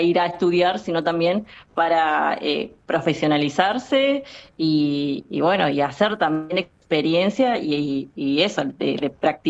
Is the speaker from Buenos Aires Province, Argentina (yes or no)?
no; Río Grande, Tierra del Fuego, Argentina; born or raised there